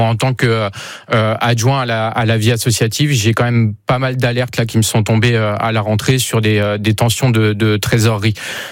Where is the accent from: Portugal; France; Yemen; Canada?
France; Montargis, Centre-Val de Loire; now in Tours, France; Mais moi je suis de Montargis